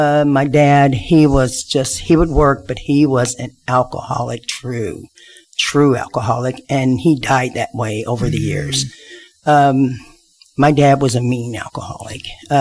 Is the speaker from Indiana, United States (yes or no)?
yes; Evansville, Indiana, United States; also born or lived in Henderson, Kentucky; I am the oldest of two girls. Both my parents decided to move to Evansville. And we were raised here.